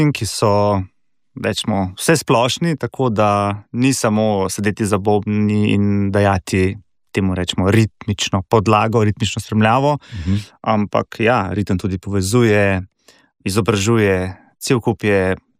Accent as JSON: {"language": "Slovenian", "town": "Škofja Loka", "region": "Upper Carniola", "country": "Slovenia", "tie": "born or raised there", "said": "dejansko pač prihajam iz Škofje Loke"}